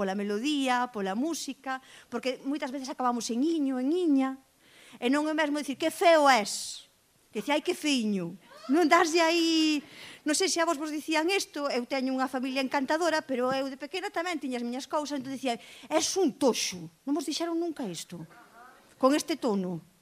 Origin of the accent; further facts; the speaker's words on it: Maniños, Galicia, Spain; Miradme a min, que son de Maniño, sabedes onde está. Dudeastes un pouquiño, Son de Maniños, estou viva, mirade que lingua teño.